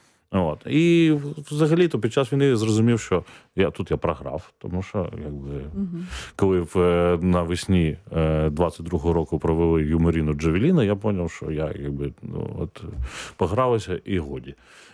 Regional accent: Odesa, Odesa Oblast, Ukraine; born there; moved away as an adult; я неправильний одесит, хоча я народився в Одесі

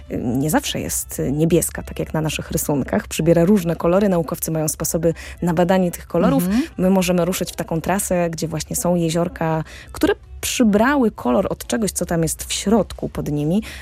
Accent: Toruń, Kuyavian-Pomeranian Voivodeship, Poland; Pochodzę z Torunia. z astronomicznego miasta. Tykałyśmy już trochę gwiazd w tej rozmowie, więc gdzieś tam to siedzi głęboko w sercu. Także okolice Torunia, Borów Tucholskich, to są moje okolice.

